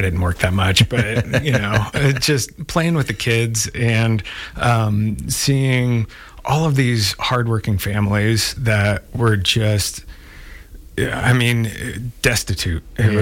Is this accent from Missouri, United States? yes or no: no; Potwin, Kansas, United States; Yeah, I grew up in Potwin, Kansas, which is just between El Dorado and Newton, kind of out in the middle of nowhere. It's a little town of 450 people.